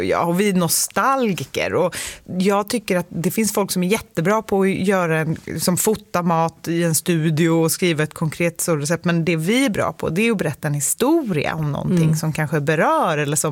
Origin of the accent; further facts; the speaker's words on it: Gladökvarn, Stockholm County, Sweden; första kapitlet i boken är vi ju på mammas landställe, där vi växte upp i Gladekvarn.